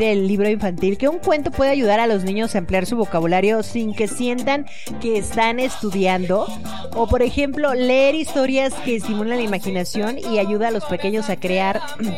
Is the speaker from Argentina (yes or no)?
no; Mexico; más para nosotros como mexicanos